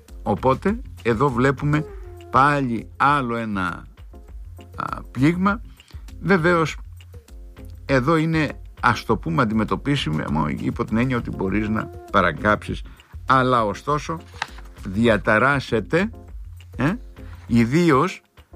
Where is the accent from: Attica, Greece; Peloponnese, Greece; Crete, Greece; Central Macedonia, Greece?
Crete, Greece; στο χωριό μου, στην Κρήτη